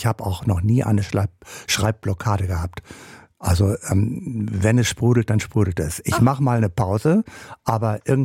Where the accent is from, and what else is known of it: Wewelsburg, North Rhine-Westphalia, Germany; born or raised there